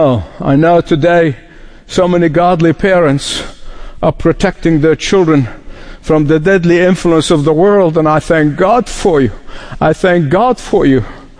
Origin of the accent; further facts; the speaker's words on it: Egypt; You know, now growing up in Egypt, we were taught in school, almost recited on a regular basis, that the Nile is the life of Egypt.